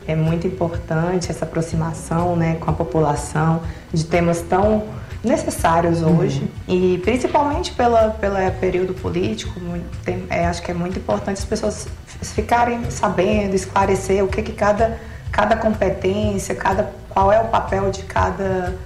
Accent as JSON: {"language": "Portuguese", "region": "Piauí", "country": "Brazil", "moved": "as an adult", "lives_now": "Brasília, Brazil", "said": "eu sou do Piauí. Uhum. Formei na Estadual do Piauí e logo que formei já vim para Brasília."}